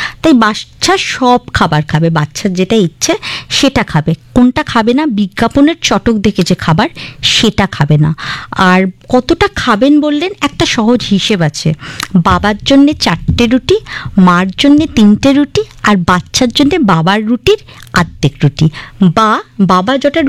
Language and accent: Bangla; Bangladesh; আমাদের সুজলা সুফলা বাংলাদেশে